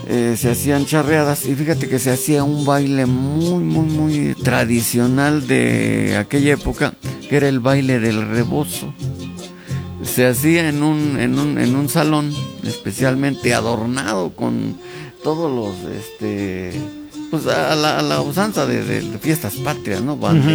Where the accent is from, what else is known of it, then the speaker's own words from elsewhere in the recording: Zimapán, Hidalgo, Mexico; moved away; yo soy de Zimapán, pero ya en un momento dado ya me regresé a mi pueblo, allá por el 2010